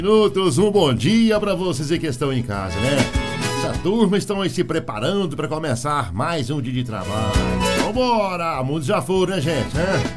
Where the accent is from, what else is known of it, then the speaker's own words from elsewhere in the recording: Ibiá, Minas Gerais, Brazil; moved away; lá na região da minha terrinha, lá no Ibiá, né?